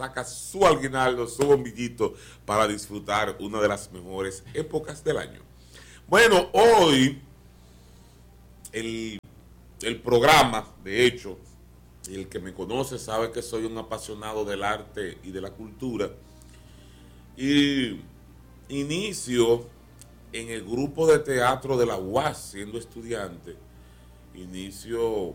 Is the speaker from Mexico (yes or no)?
no; Dominican Republic